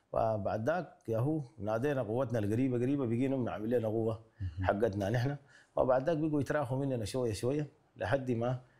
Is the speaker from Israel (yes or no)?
no; Sudan; نحن كسودانيين ما بنتحمل المعركه بالشكل ده